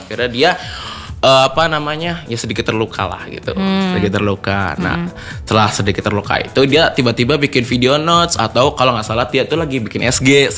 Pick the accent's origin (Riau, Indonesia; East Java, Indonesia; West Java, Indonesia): West Java, Indonesia; Klangenan; kita orang Klangenan.